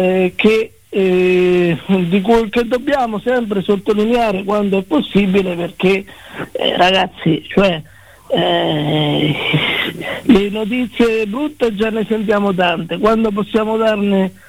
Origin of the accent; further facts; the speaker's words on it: Marche, Italy; now in Rome, Italy; io ogni tanto passo dalle nostre parti, ovviamente saluto tutti i marchigiani e seguo sempre con molto interesse quello che succede nel nostro territorio